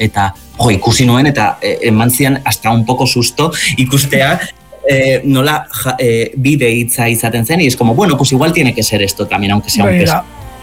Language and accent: Basque; Zubiri, Navarre, Spain; ni Zubirikoa naiz